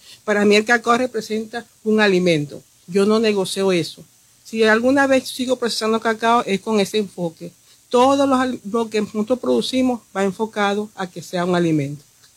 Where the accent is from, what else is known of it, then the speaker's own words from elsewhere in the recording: Bobures, Zulia, Venezuela; yo vengo también de un pueblo donde también viví, y como también nos cuentan nuestros abuelos, nuestros antepasados, que tuvieron que trabajar nuestra tierra en sembrar el cacao, el café, la yuca, todo eso que es el sur del lago